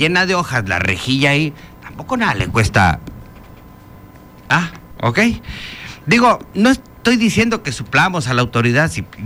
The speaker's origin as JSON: {"language": "Spanish", "town": "Chetumal", "region": "Quintana Roo", "country": "Mexico"}